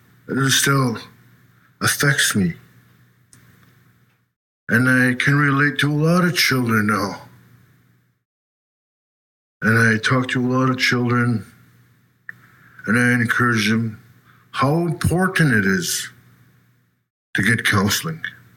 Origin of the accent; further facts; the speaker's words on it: North Caribou Lake, Ontario, Canada; Yeah, I'm from North Caribou Lake, also known as Round Lake, Yakima Lake.